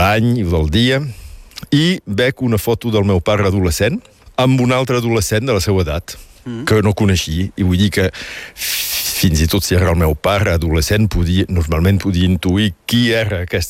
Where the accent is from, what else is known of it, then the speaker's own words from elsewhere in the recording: Catalonia, Spain; i bé, som catalans.